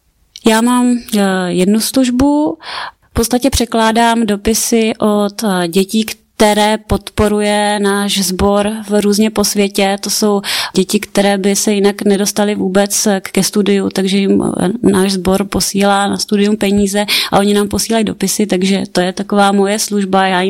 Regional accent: Hradec Králové, Hradec Králové Region, Czechia; přijel k nám do města, do Hradce Králové, a pocházím z Hradce Králové

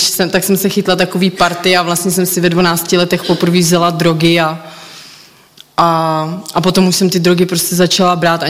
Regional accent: Most, Ústí nad Labem Region, Czechia; Tak já pocházím z Mostu a narodila jsem se vlastně do takové rodiny

